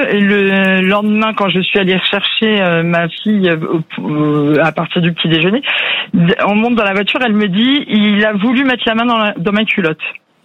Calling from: Massif Central, France; Alors moi j'habite dans le Massif central maintenant.

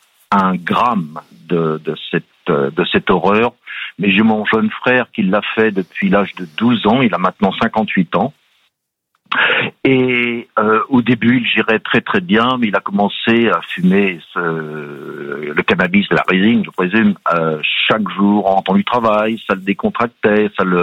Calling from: Newcastle upon Tyne, North East England, United Kingdom; Alors je vous appelle de Newcastle on Tyne dans le grand nord-est de la Grande-Bretagne.

